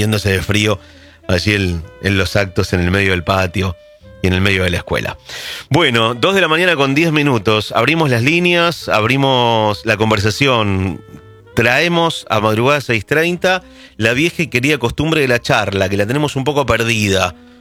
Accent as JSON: {"language": "Spanish", "country": "Argentina"}